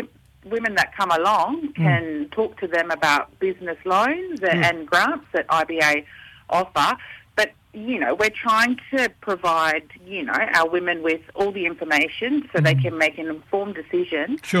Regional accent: Cairns, Queensland, Australia; born there; now in Melbourne, Australia; I was born in Cairns.

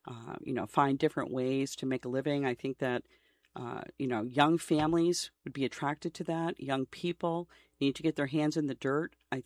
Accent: Vermont, United States; I'm from Vermont.

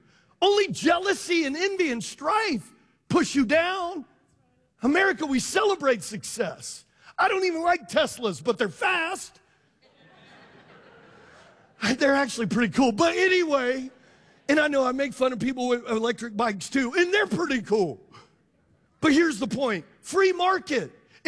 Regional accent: Louisiana, United States; I'm from Louisiana. We're 52 on 50 states on education, y'all.

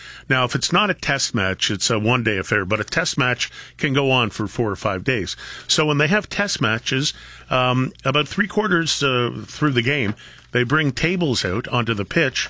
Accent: Toronto, Ontario, Canada; growing up where I grew up in Toronto

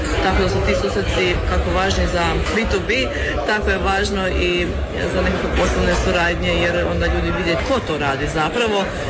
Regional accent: Croatia; nositeljica sam OPG-a Vrata Zagorja. Dolazim iz Vrtičkih Kumama

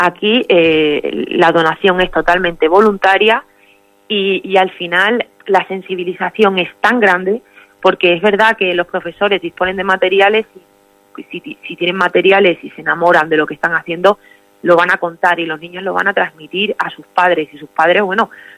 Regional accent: Cáceres, Extremadura, Spain; Sergio es un niño de Cáceres, yo también soy de Cáceres.

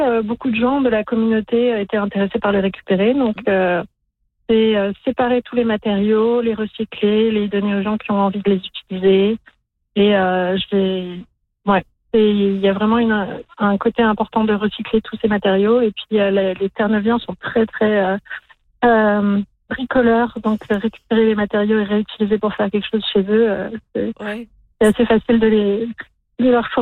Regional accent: France; now in Newfoundland, Canada; Moi, en tant que Française installée à Terre-Neuve

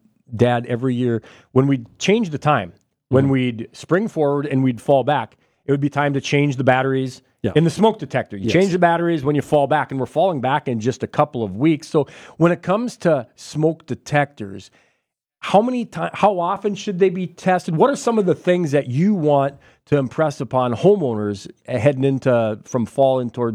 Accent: Lisbon, North Dakota, United States; I'm from Lisbon, North Dakota.

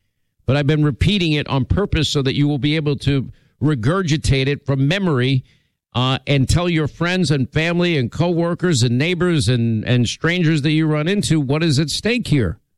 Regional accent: Florida, United States; And in my home state of Florida is real.

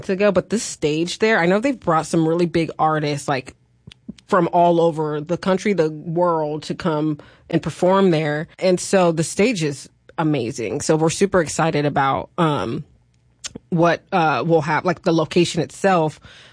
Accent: California, United States; You know, I've always said I grew up in California.

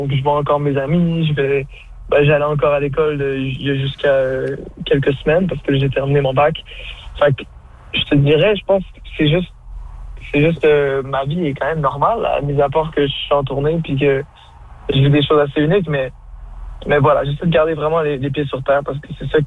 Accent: Quebec, Canada; Parce que je suis québécois

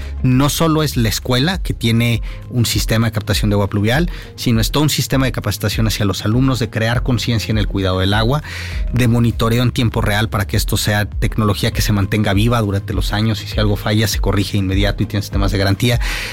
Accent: Mexico

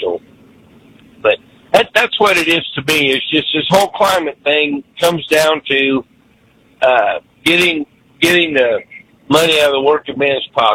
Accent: Colorado, United States; moved away; But, it was like that all the years I grew up in Colorado. They had that kind of stuff, and they were really starting to get hardcore on it out there when we left back in the early 90s.

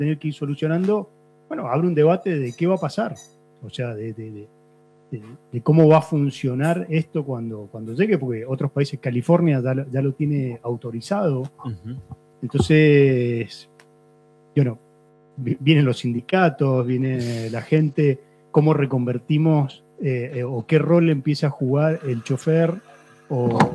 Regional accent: Mendoza, Argentina; yo soy mendocino y me encanta Mendoza y la elegí para vivir y para crear mi familia

